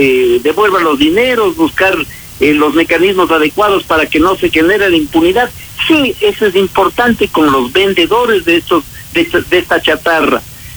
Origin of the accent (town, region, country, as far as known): Ecuador